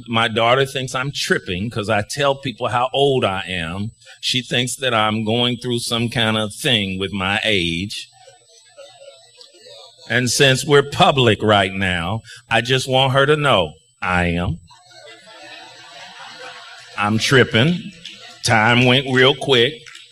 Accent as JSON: {"language": "English", "town": "Henderson", "country": "United States", "tie": "born there", "said": "I was born in Henderson."}